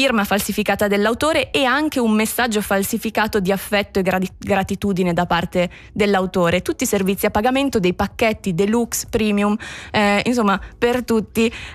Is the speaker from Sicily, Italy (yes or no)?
yes; Sicily, Italy; esatto, anch'io siciliano.